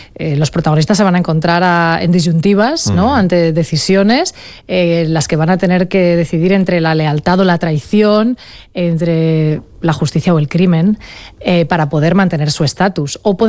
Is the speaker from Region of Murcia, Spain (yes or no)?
no; Sant Feliu de Llobregat, Catalonia, Spain